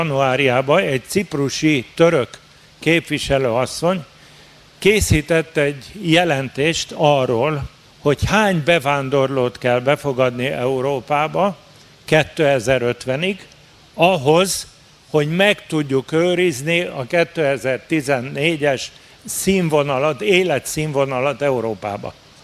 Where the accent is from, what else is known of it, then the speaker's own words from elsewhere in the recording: Brașov, Brașov County, Romania; moved away as an adult; now in Szeged, Hungary; brassói születésű vagyok, életem első 30 évét itt éltem le Erdélybe, házasságomat követően Szegedre kerültem